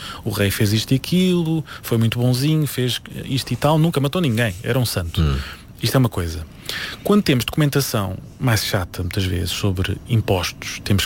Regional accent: Almada, Setúbal, Portugal; a minha terra da Almada

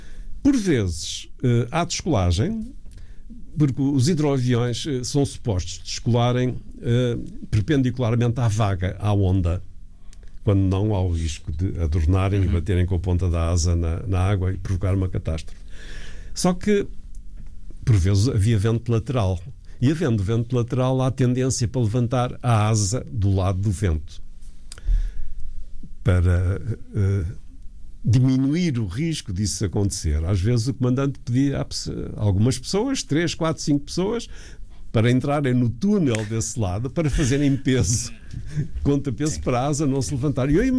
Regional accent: Vila do Conde, Norte, Portugal; Porque eu cresci em Vila de Conde.

